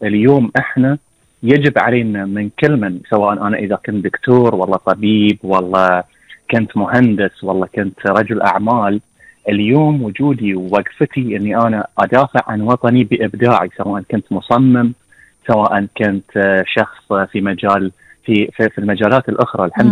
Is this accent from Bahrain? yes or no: yes; Bahrain; بترجعون للبحرين لأنها ديرتنا وديرتكم